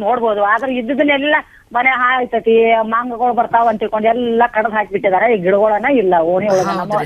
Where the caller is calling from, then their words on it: Sulebhavi, Karnataka, India; Belagavi taluk ಸುಳೆಭಾವಿ.